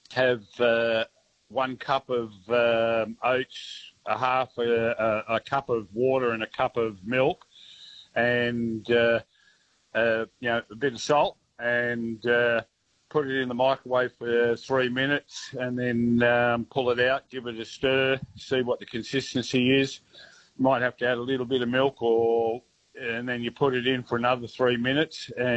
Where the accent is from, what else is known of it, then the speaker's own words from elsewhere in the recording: Canberra, Australian Capital Territory, Australia; I grew up in Canberra.